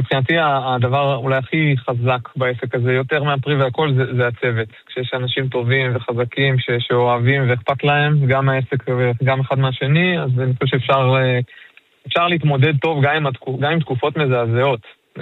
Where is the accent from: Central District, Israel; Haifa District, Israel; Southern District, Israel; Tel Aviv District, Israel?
Central District, Israel; אנחנו אמנם ממושב כפרס